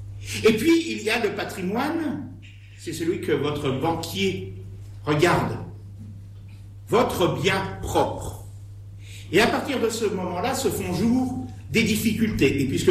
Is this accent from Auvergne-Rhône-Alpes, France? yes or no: no; Digoin, Bourgogne-Franche-Comté, France; je suis originaire de Digoin